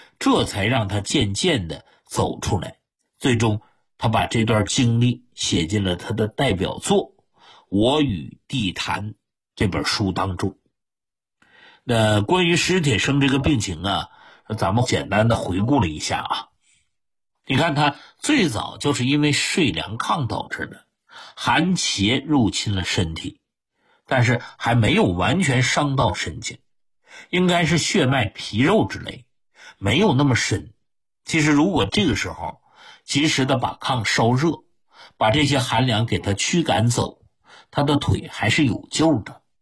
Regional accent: northern China, China; 我们是北方人嘛

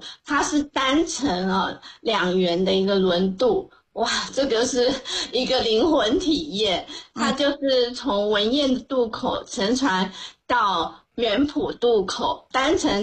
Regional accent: Tamsui, New Taipei, Taiwan; 也是联想到我的家乡淡水这边，

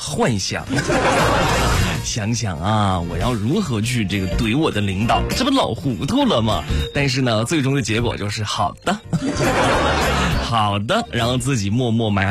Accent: Jiangsu, China; 然后到了咱们这个江苏就说不对呀，我们江苏人不怎么爱吃杨梅呀。

